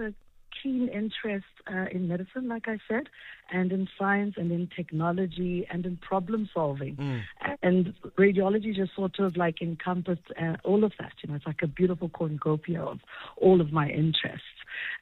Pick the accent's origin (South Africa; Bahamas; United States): South Africa; Mahikeng, North West; growing up in Mafikeng, I was a very curious child